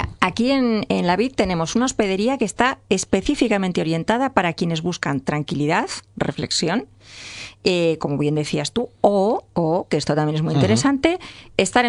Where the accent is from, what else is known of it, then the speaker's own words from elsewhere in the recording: León, Castile and León, Spain; yo soy leonesa